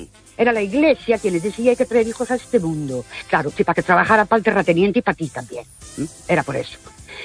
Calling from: Ourense, Galicia, Spain; Buenas noches. … de Orense otra vez.

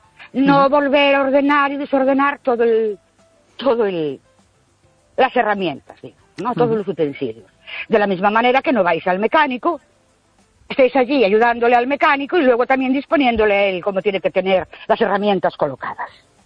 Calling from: Ourense, Galicia, Spain; de Ourense otra vez.

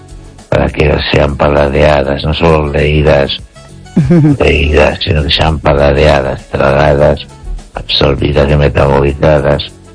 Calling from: Ourense, Galicia, Spain; de Orense.

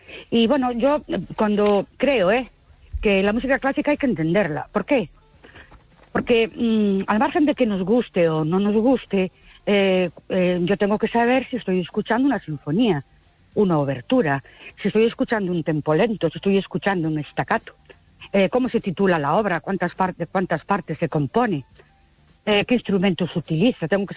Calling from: Ourense, Galicia, Spain; de Ourense.

